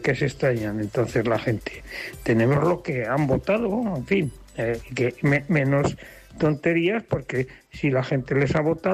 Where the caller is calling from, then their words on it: Aragon, Spain; somos la comunidad que menos invierte para extinción de incendios